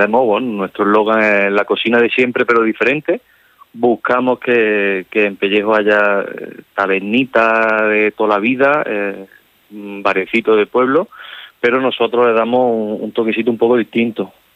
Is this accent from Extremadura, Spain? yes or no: no; Montemayor, Andalusia, Spain; now in Córdoba, Spain; Tanto mi pareja Patricia y yo somos de pueblo. Yo soy de Montemayor